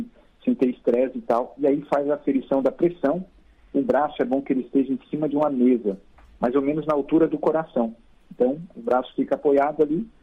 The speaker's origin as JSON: {"language": "Portuguese", "town": "Brasileia", "region": "Acre", "country": "Brazil", "tie": "born or raised there", "said": "eu sempre ouvi Rádio Nacional da Amazônia em Brasileia, no Acre, que é de onde eu sou. Então, a minha infância, eu fui ouvindo Edelson Moura, Márcia Ferreira"}